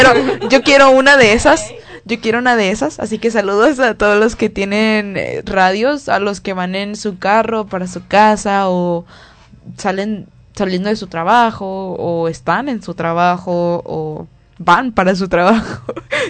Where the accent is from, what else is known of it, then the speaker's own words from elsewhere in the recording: Guatemala; Yo soy de Guatemala